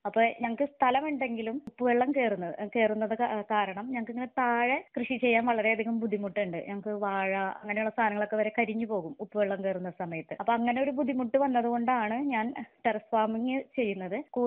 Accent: Thrissur, Kerala, India; moved away as an adult; now in Cheraloor panchayat, India; Basically ഞാനൊരു തൃശൂർക്കാരിയാണ്. അവിടെ നിന്ന് വിവാഹം കഴിഞ്ഞ് ഞാൻ ഇവിടെ ചേരാലൂർ എന്നൊരു പഞ്ചായത്തിലാണ് താമസിക്കുന്നത്.

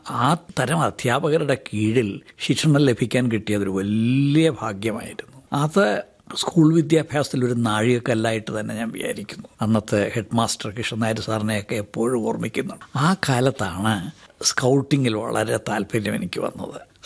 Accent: Aluva, Kerala, India; born there; also born or lived in Kundara / Thiruvananthapuram; ഞാൻ ജനിച്ചത് കുണ്ട്രയിലാണ്, വളർന്നത് ആലുവയിലാണ്. അച്ഛൻ അവിടെയായിരുന്നു ജോലി. അത് കഴിഞ്ഞിട്ട് വീണ്ടും കുണ്ട്രയിൽ വന്നു. 1954 തിരുവനന്തപുരത്ത് വന്നു.

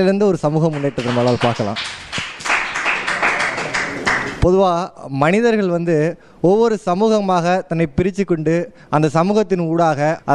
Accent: Kulithalai, Tamil Nadu, India; என்னுடைய ஊர் குளித்தலை.

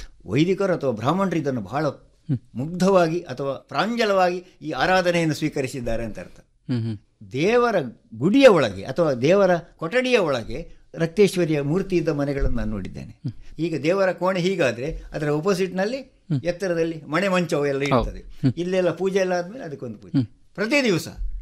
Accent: Padubidri, Karnataka, India; ಕುಂಜೂರು ಅಥವಾ ಎಲ್ಲೂರು ಗ್ರಾಮದ ಕುಂಜೂರು. ಪಡುಬಿದ್ರಿಯಲ್ಲಿ ನನ್ನ ಅಜ್ಜನ ಮನೆ ದೊಡ್ಡ ಜಮೀನ್ದಾರರವರು. ಹೌದೌದು, ಆ ಜಮೀನ್ದಾರರ ಮನೆಯಲ್ಲಿ ಒಬ್ಬ ಮೊಮ್ಮಗನಾಗಿ ನಾನು ಹುಟ್ಟಿ ಬೆಳೆದವು. ಬಹುತೇಕ ನನ್ನ ಬಾಲ್ಯ ಅಲ್ಲೇ ಕಳೆಯಿತು, ಪಡುಬಿದ್ರಿಯಲ್ಲೇ ಕಳೆಯಿತು.

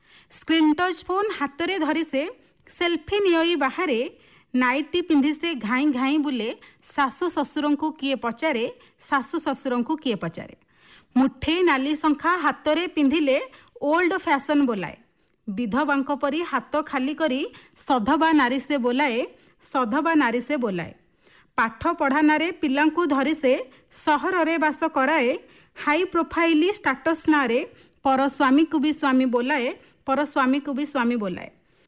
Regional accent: Odisha, India; born there; ଆଉ ଯେହେତୁ ଆମର ସେ ସୌଭାଗ୍ୟ କି ଆମେ ଓଡ଼ିଶାରେ ଜନ୍ମ ନେଇଛେ, ଉତ୍କଳରେ ଜନ୍ମ ନେଇଛେ

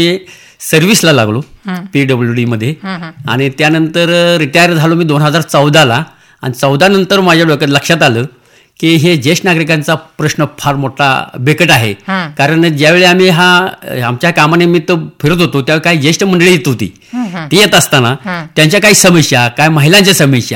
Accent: Sangli, Maharashtra, India; माझं बालपण जनरली सांगलीमध्येच गेलं.

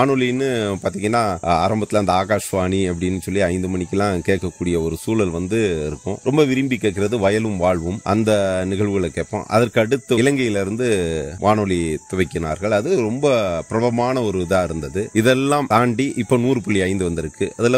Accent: Pethuparai, Tamil Nadu, India; எனக்கு அகவை 45, பிறந்தது முதற்கொண்டு பேத்துப்பாறை தான். அதனால நான் எங்கிருந்தும் வரல, இங்கேயே பிறந்து இங்கேயே வாழ்ந்துகிட்டு.

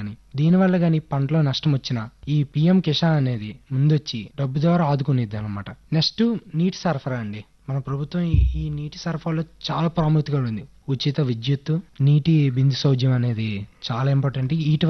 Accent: Srikakulam, Andhra Pradesh, India; శ్రీకాకుళం ఏం సింగపురం అనే గ్రామం మాది.

